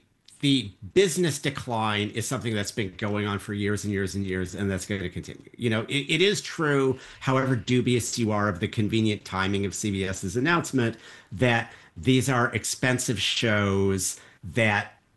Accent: Monroe, Michigan, United States; I'm from Monroe, Michigan.

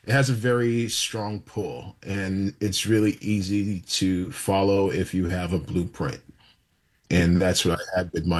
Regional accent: New York City, New York, United States; growing up in New York City, for a lot of us, we're taught they're rats with wings, basically.

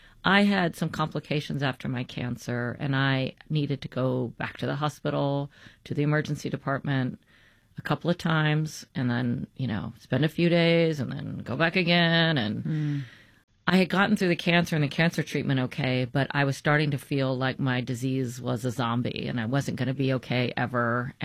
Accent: the South, United States; And I am a Southerner, and people get all of our specific accents wrong so often.

